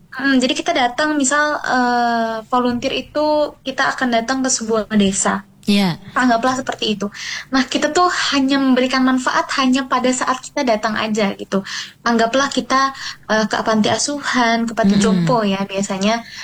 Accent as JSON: {"language": "Indonesian", "town": "Bandung", "region": "West Java", "country": "Indonesia", "said": "Jadi sebenarnya saya kebetulan orang Bandung"}